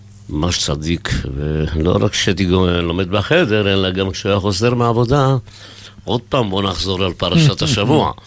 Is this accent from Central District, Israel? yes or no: no; Ramat HaSharon, Tel Aviv District, Israel; אני נולדתי במורשה ברמת השלום.